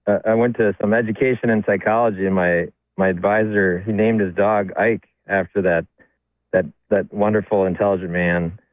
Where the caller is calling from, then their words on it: Brainerd, Minnesota, United States; I'm calling from the Campo Paso compound on Camp Lake near Brainerd